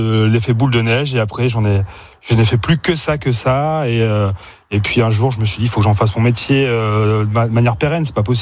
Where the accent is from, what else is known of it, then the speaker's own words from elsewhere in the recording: Fresnay-sur-Sarthe, Pays de la Loire, France; je suis originaire plutôt du nord de la Sarthe, la Fresnay-sur-Chédoué, si vous connaissez, ou en tout cas pour ceux qui connaissent, c'est un petit village du nord de la Sarthe, près de Mamers